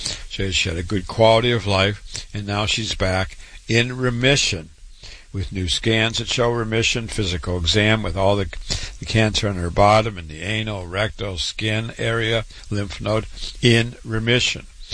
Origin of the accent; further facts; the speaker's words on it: Waterloo, Iowa, United States; born there; I was born in Waterloo, Iowa, went to medical school